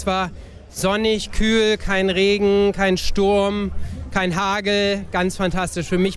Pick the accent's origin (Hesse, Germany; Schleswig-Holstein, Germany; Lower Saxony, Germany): Schleswig-Holstein, Germany; Elmshorn; moved away as an adult; now in West Virginia, United States; ich in Elmshorn aufgewachsen bin, hier früher Leichtathletik gemacht habe, meine Familie hier noch wohnt